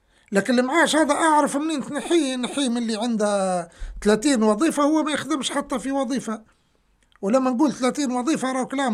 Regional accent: Libya

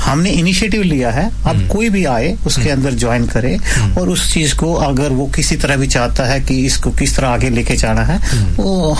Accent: Haryana, India; now in Australia; हम हरियाणा से बिलोंग करते हैं

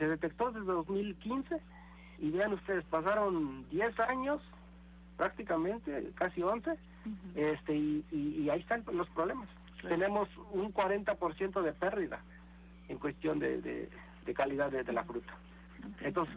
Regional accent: Tamaulipas, Mexico; somos de Tamaulipas

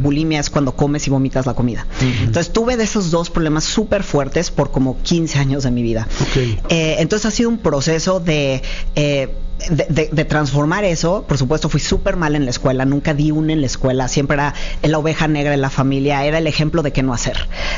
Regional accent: Mexico; born there; Sí, bueno, nací en México, por supuesto, y mi mamá De pueblo, nunca aprendió a hablar inglés, no estudió una carrera.

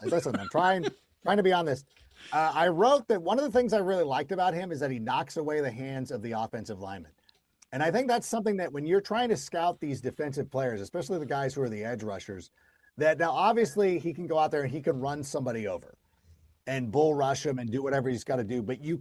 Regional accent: California, United States; Miguel's Jr. is not close. It's from my hometown. Miguel's Jr., Don Ramones, anybody in the Southern California area.

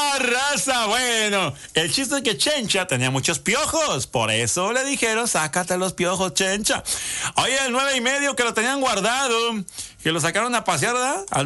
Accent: San Carlos, Mexico; A mi tierra San Carlos.

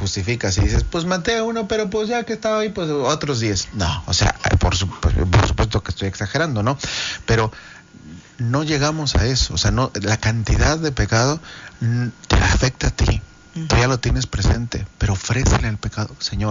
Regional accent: Mexico

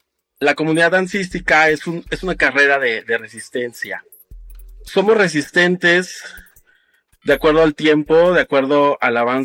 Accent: Asunción Nochixtlán, Oaxaca, Mexico; soy originario de Asunción Ochixtlán, Oaxaca. Tengo ya 37 años de edad

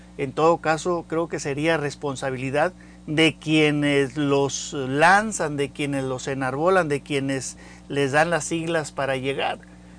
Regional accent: Mexico; somos nosotros como mexicanos

